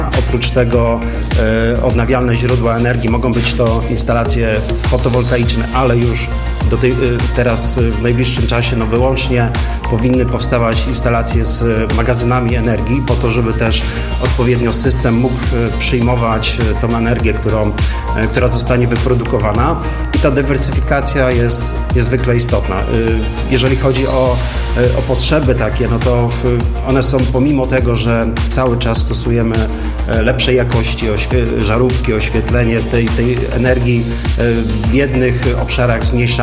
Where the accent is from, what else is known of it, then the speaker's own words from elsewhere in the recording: Greater Poland Voivodeship, Poland; jako Wielkopolanin